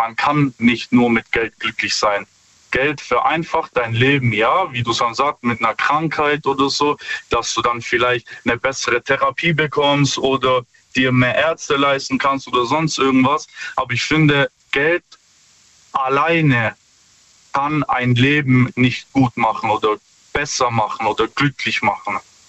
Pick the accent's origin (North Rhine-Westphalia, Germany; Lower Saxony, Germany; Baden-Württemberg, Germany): Baden-Württemberg, Germany; Stuttgart; Ja, hi. Stuttgart.